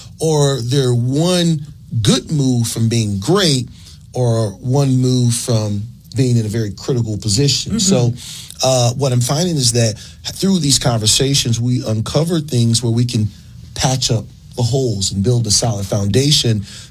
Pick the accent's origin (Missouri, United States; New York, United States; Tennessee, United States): Missouri, United States; St. Louis; I'm from St. Louis, lived in St. Louis my entire life.